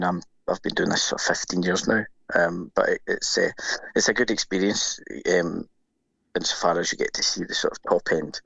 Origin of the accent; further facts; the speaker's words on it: Glasgow, Scotland, United Kingdom; it's always good, as someone who's born and bred in Glasgow, to be working in the city I was born and grew up in and see that on the big screen.